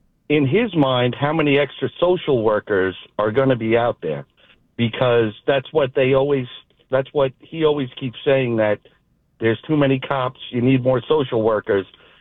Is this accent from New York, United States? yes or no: yes; New York, United States; I grew up in New York. I still live in New York.